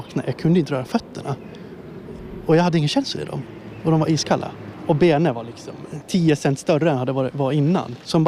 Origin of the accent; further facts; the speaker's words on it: Åland Islands; moved away as an adult; now in Stockholm, Sweden; Ända sedan jag spelade fotboll hemma på Åland.